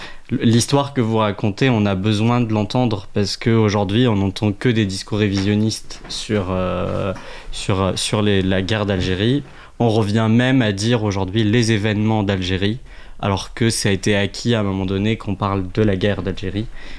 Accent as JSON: {"language": "French", "country": "Tunisia", "tie": "born or raised there", "said": "moi j'ai grandi en Tunisie"}